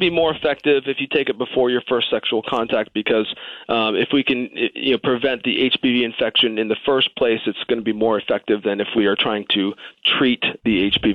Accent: Boston, Massachusetts, United States; born or raised there; moved away as an adult; now in Wilton, Connecticut, United States

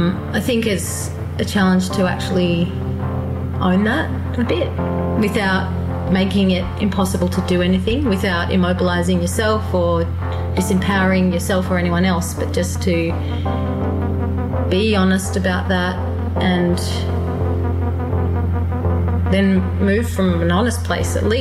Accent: Sydney, New South Wales, Australia; I'm from Sydney.

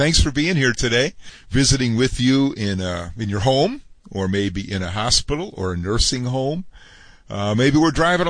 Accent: Chicago, Illinois, United States; I was a young, very new Christian. Back in those days, I was living in Chicago, my hometown.

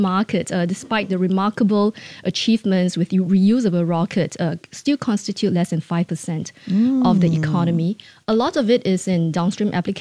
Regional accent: Singapore; I do realize, as someone working in the space industry and as a Singaporean, that is a very big step forward and a particularly meaningful one.

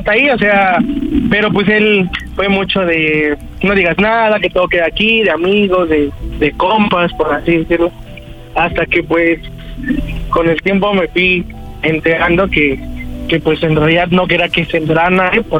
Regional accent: Ixtapaluca, State of Mexico, Mexico; Hola, soy de Ixtapaluca, en el Estado de México, y tengo 26 años.

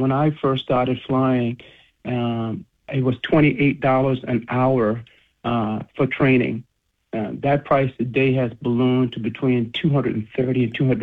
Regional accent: Edisto Island, South Carolina, United States; I'm originally from Edisto Island and I went to Baptist Hill High School

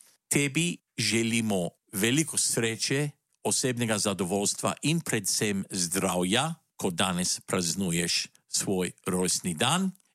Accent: Styria, Slovenia; nismo vsi štajerci polno humorja?

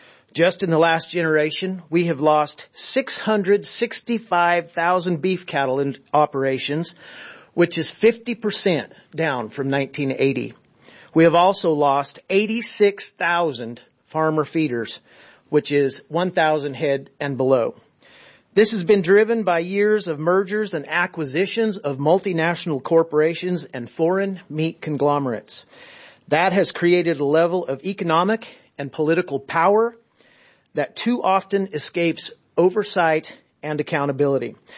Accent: United States; I am an American cattle rancher.

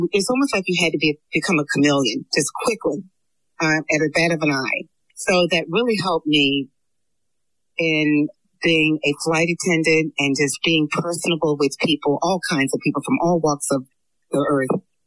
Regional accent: Frankfurt, Hesse, Germany; also born or lived in Darmstadt / Italy; Well, I'm an Army brat. I like to get that out the way first. I grew up in Germany, Frankfurt, Darmstadt.

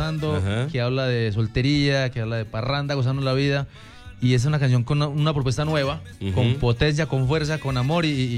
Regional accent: Manizales, Caldas, Colombia; also born or lived in Filadelfia, Caldas; Yo soy de Manizales Caldas, o sea, crecí en Manizales, nacido en Filadelfia Caldas, a media hora de Manizales.

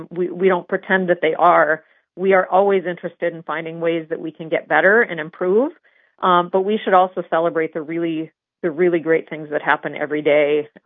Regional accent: Ray, North Dakota, United States; now in Bismarck, United States; So here in Bismarck or my hometown of Ray

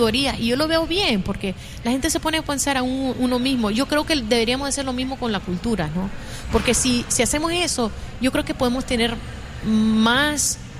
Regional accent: Nicaragua; yo siempre digo que soy de Nicaragua porque

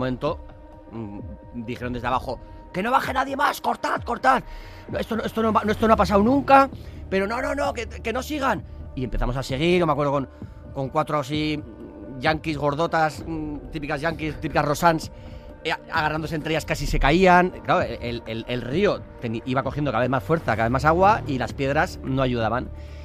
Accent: San Sebastián, Basque Country, Spain

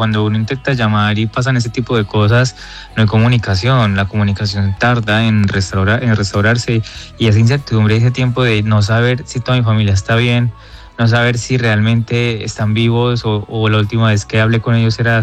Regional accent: Pereira, Risaralda, Colombia; now in Barcelona, Spain; yo soy de Pereira y realmente como que viví eso muy de cerca

